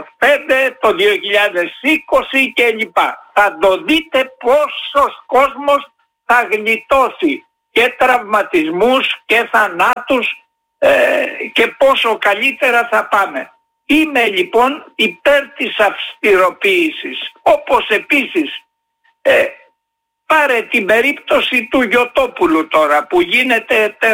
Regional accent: Western Greece, Greece; moved away; για την πατρίδα μου την Αιτωλοακαρνανία

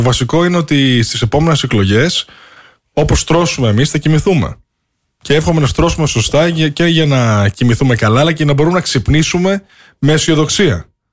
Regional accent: Greece; moved away; also born or lived in United States; Είμαι εδώ επειδή άλφαγα από την πατρίδα μου.

